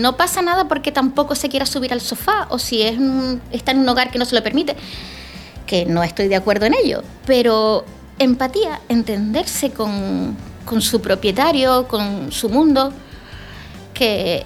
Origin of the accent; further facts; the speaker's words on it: Canary Islands, Spain; Somos canarios, sí